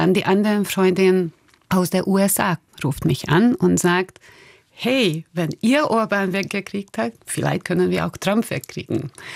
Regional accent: Hungary; German is a second language; moved away as an adult; now in Austria; Und obwohl ich in Österreich lebe, ich bin in Ungarn geboren, aufgewachsen, mein 3/4 von meinem beruflichen Leben oder und überhaupt mein Leben dort verbracht.

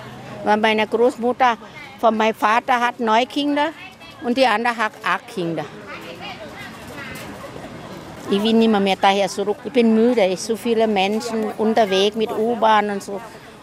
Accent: Thailand; German is a second language; moved away; In Pension gehe in Thailand, bleibe in Thailand leben. Ja, ist meine Heimat.

